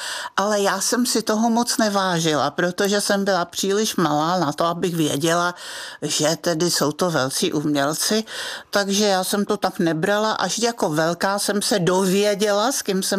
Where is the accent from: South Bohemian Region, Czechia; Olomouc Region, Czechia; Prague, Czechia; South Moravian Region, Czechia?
Prague, Czechia; now in Český Krumlov District, Czech Republic; Moje dětství úžasný, protože moje dětství na kampě v Praze. A ta kampa samozřejmě, že je pod Petřínem, že jo, u Vltavy, takže měla nesmírný půvab.